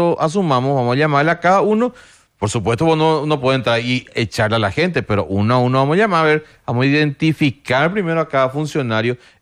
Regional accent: Lambaré, Central, Paraguay; Pero nosotros en Lambaré ya ocupamos esa...

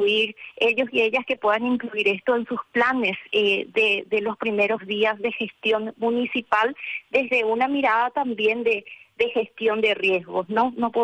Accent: Paraguay

